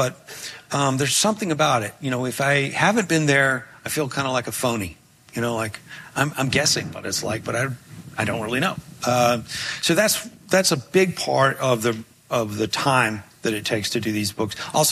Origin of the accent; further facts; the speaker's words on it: Memphis, Tennessee, United States; moved away; my time growing up in Memphis